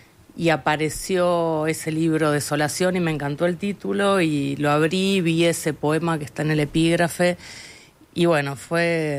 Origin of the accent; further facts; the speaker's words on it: Mendoza, Argentina; yo crecí en Mendoza